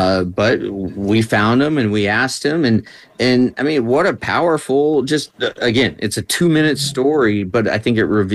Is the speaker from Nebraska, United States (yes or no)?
yes; Nebraska, United States; now in Alabama, United States; I'm from Nebraska. Like, I live in Alabama.